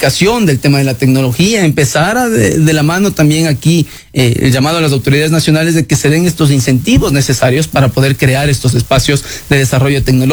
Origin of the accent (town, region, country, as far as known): Ecuador